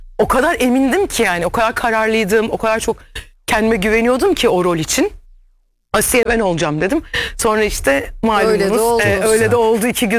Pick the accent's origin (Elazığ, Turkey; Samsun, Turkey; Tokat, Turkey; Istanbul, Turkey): Istanbul, Turkey; born there; also born or lived in Trabzon; İstanbul doğumluyum ama Karadenizli, Trabzonluyum, Trabzonsporluyum.